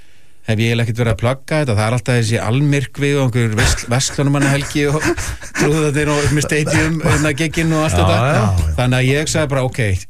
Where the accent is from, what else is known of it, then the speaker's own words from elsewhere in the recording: Reykjavík, Capital Region, Iceland; Já, já. Í Laugardalnum.